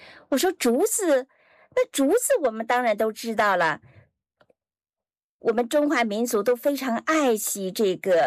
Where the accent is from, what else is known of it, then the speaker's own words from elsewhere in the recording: New Zealand; 我们新西兰人对环保更加重视，它也成为我们新西兰生活的一部分。